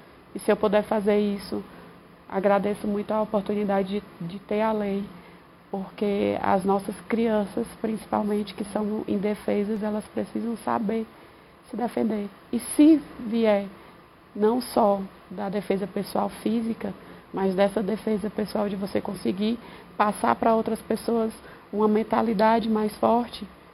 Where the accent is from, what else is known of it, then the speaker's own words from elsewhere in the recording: Fortaleza, Ceará, Brazil; moved away; Eu não sou daqui, eu sou de Fortaleza, eu vim para cá para tentar uma vida melhor.